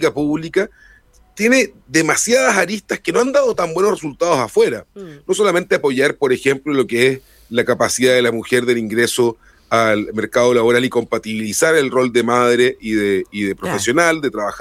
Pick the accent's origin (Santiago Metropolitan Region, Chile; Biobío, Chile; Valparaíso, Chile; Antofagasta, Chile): Biobío, Chile; Concepción; estamos hablando en Coquimbo, yo soy de Concepción